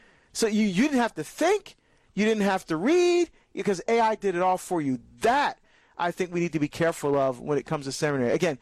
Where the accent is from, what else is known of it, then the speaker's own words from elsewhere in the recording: New Jersey, United States; my home state of New Jersey